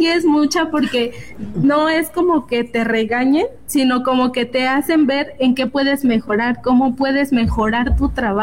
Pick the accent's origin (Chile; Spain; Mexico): Mexico